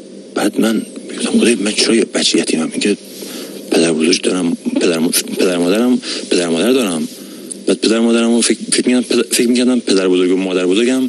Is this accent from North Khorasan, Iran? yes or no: yes; Bojnurd, North Khorasan, Iran; born there; من تو فروردین 60 تو بجنورد به دنیا اومدم.